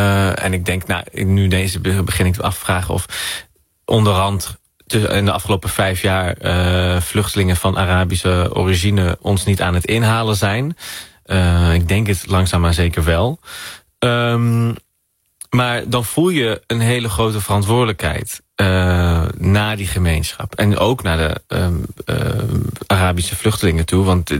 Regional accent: Morocco; also born or lived in Netherlands; Toen denk je, maar ik ben ook Marokkaans. Ja. En ik ben Nederlander en ik ben het allebei.

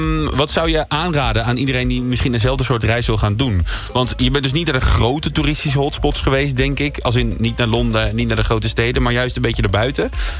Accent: Netherlands; Waar we ieder jaar weer massaal op afkomen als Nederlanders zijnde. Ikzelf ben er ook schuldig aan.

